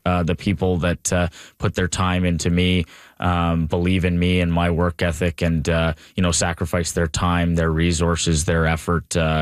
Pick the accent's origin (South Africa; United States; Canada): Canada; Caledonia, Ontario; I'm 29 years old. I'm from Caledonia, Ontario.